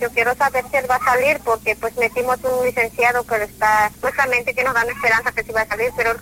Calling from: Nicolás Bravo, Mexico; De aquí, de Nicolás Bravo.

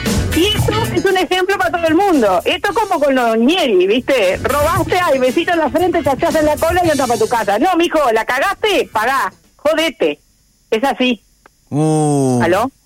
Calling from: Cuchilla Alta, Canelones, Uruguay; de Cuchilla Alta

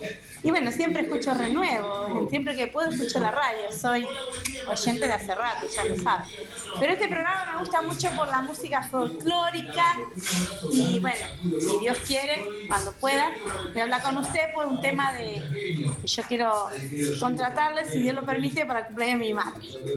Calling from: Buenos Aires, Argentina; Me rodean vecinos de provincias, yo no soy de provincia.

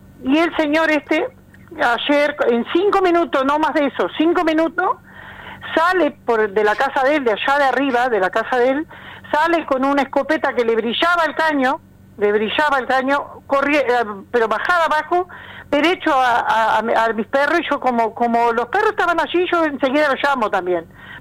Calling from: Melo, Cerro Largo, Uruguay; no vivo allá, vivo en Melo

